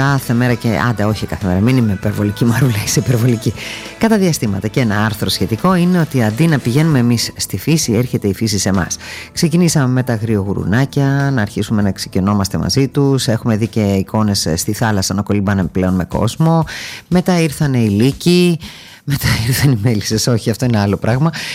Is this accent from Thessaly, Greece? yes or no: yes; Larissa, Thessaly, Greece; είναι εκεί έξω στο ελευθεροχώρι, στο μεγάλο ελευθεροχώρι κοντά στην πατρίδα μου